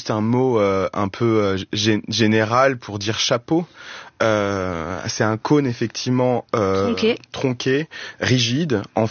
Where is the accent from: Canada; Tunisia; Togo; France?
Tunisia; Je suis tunisien